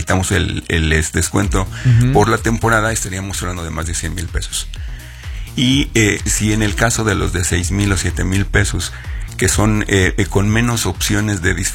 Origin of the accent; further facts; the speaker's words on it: Mexico; somos estos mexicanos que hasta 7 de cada 10 lo hacemos de último momento